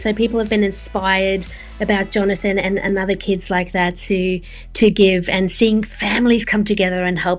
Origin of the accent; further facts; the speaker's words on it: South Africa; born there; moved away; I'm South African born.